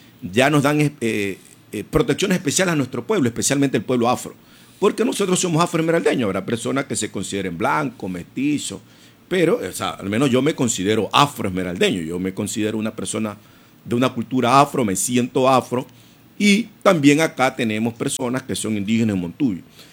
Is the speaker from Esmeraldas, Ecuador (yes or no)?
yes; Esmeraldas, Ecuador